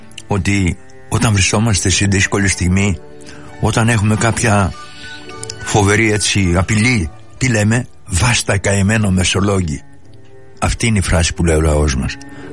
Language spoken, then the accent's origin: Greek; Lechovo, Western Macedonia, Greece; βάστα καημένο Λέχοβο, η πατρίδα μου.